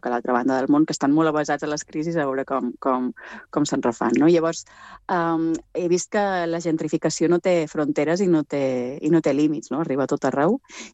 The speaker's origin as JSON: {"language": "Catalan", "area": "Mallorca", "region": "Balearic Islands", "country": "Spain", "tie": "born or raised there", "said": "jo venc de Mallorca"}